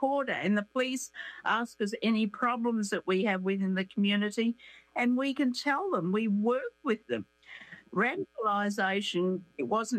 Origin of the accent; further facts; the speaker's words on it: Australia; born there; I'm Australian born. I didn't have to take an oath.